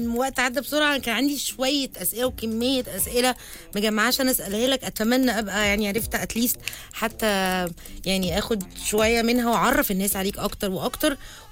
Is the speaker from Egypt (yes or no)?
yes; Egypt; احنا كمصريين